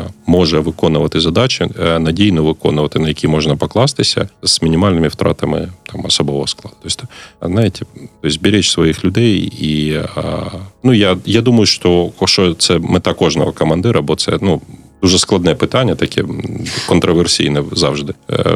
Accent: Konotop, Sumy Oblast, Ukraine; now in Kyiv, Ukraine; Я взагалі-то з Конотопу, Сумська область.

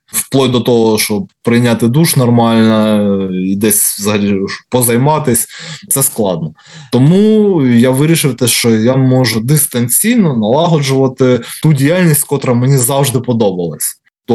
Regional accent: Kharkiv, Kharkiv Oblast, Ukraine; Я з Харкова

